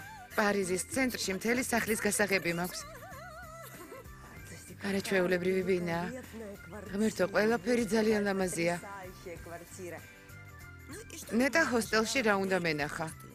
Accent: Kyiv, Ukraine; მე კიევიდან ვარ.

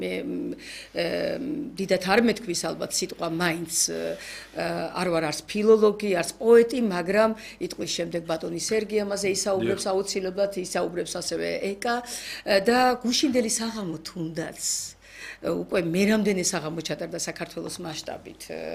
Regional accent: Natanebi, Guria, Georgia; moved away; ნატანებში ჩვენ სოფელში, სადაც დავიბადეთ და გავიზარდეთ მე და პაატა

